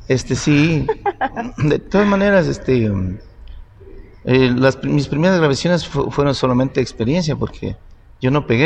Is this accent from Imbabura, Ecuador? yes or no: yes; Imbabura, Ecuador; born or raised there